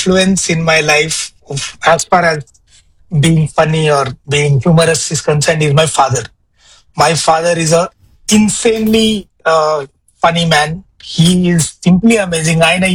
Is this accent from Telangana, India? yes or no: yes; Hyderabad, Telangana, India; So Hyderabad లో నేను పుట్టింది నారాయణగూడ, ఓకే, విఠల్వాడి నారాయణగూడ. అక్కడ ఒక 8-9, 9-10 ఇయర్స్ ఏజ్ వరకు అక్కడ ఉన్నా.